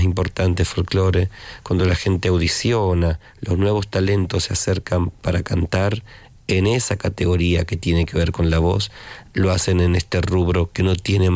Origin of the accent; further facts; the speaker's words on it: Argentina; ese momento al Instituto Nacional contra el Racismo, la Xenofobia y la Discriminación, que existía en mi país. Lamentablemente tengo que usar ese tiempo verbal. Existía, porque el INADI, como lo llamamos, ya no está más en el gobierno de Milei.